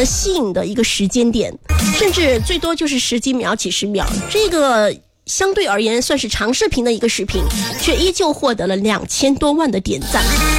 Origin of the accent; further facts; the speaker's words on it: Sichuan, China; 重庆话跟我们四川话是一模一样的。